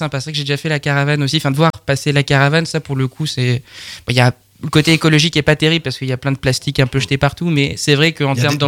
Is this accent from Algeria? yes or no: no; Loudéac, Brittany, France; also born or lived in Hémonstoir; Moi, je viens de Loudéac. Et à Loudéac, c'est le vélo un peu qui est le sport roi, là, en centre-Bretagne.